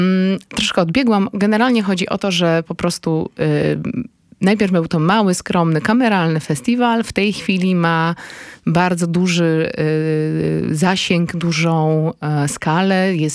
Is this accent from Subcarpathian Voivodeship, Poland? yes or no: no; Warsaw, Masovian Voivodeship, Poland; jestem warszawianką